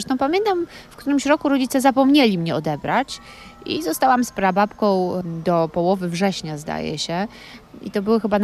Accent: Warsaw, Masovian Voivodeship, Poland; born there; Tak, urodziłam się w Warszawie, mieszkam w Warszawie

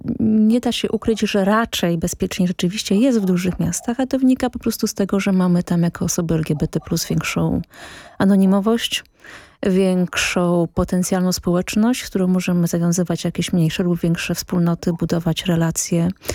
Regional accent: Warsaw, Masovian Voivodeship, Poland; ja jestem z Warszawy

